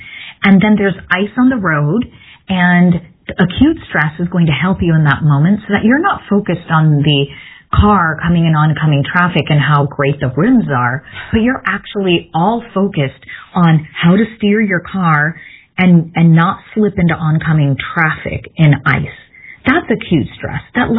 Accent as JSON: {"language": "English", "region": "Midwest", "country": "United States", "tie": "born or raised there", "said": "if you've ever had to drive on ice like I did growing up in the Midwest"}